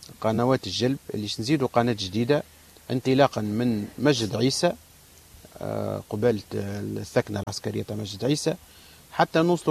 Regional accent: Tunisia; عندنا في تونس

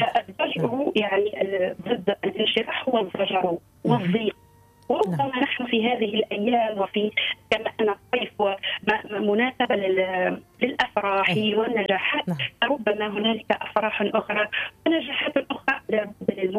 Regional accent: Tunisia; بلادنا تونس

